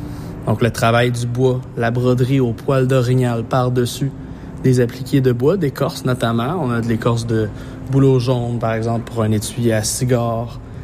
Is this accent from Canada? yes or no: yes; Wendake, Quebec, Canada; je suis Wendat, je viens de Wendake et j'appartiens au clan du Loup.